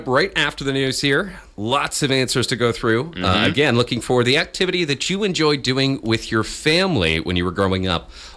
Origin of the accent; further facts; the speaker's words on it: Nova Scotia, Canada; moved away; even though we're from Nova Scotia.